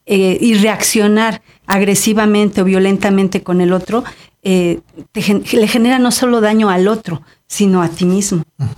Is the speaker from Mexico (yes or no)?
yes; Mexico; somos los mexicanos nos hemos hecho desconfiados.